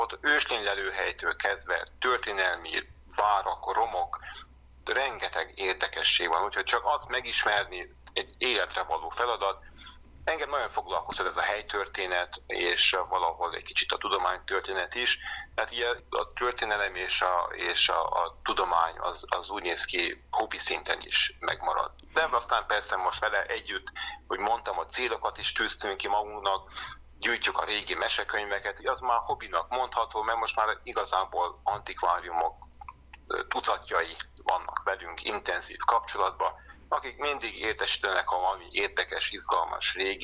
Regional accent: Székely Land, Romania; now in Budapest, Hungary; egy távoli helyről, Székelyföldről származunk mindketten, és mégis Budapesten hozott össze minket a gondviselő

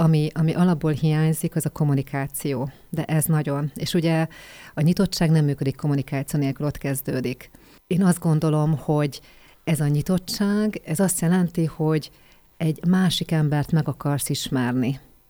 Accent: Békéscsaba, Békés, Hungary; born there; én Békés Csabai születésű vagyok

